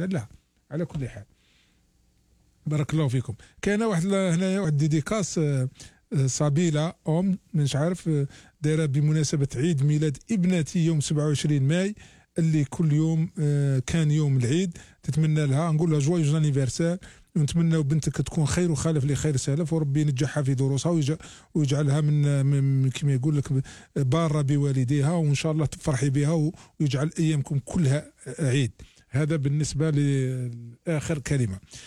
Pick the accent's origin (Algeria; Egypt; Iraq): Algeria; انا نتكلم كجزائري بصفه خاصه